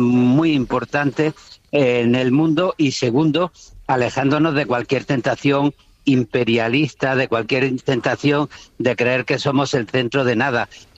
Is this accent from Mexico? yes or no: no; Granada, Andalusia, Spain